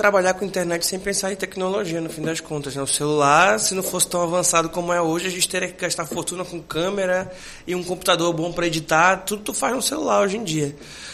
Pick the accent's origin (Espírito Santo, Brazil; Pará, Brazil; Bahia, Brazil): Pará, Brazil; accent: Paraense